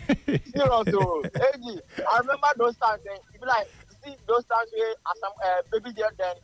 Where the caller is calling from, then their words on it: Sakumono, Greater Accra, Ghana; I'm from Sakumono.